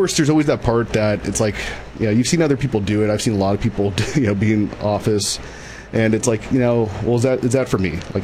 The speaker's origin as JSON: {"language": "English", "town": "Grover Beach", "region": "California", "country": "United States", "tie": "born or raised there", "said": "I'm born and raised in Grover Beach. And as far as anyone knows, I was the first one who was born and raised."}